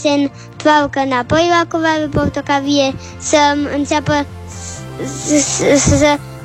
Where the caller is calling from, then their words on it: Bucharest, Romania; din București, am 5 ani